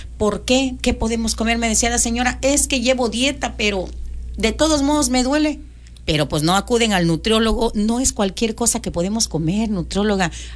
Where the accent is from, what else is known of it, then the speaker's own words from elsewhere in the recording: Mexico; Así somos los mexicanos y los mapanecos